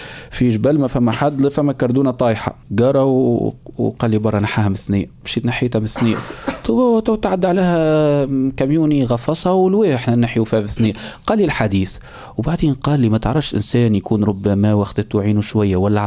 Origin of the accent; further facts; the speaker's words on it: Sahel, Tunisia; باعتبار اني من الساحل،